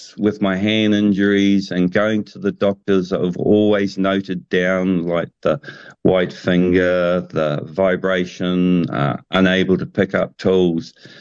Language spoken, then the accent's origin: English; Gisborne, New Zealand; Because I grew up on the East Coast in Gisborne, and back then there was no such things as using, like nowadays, all your equipment that you've got and your tools available to you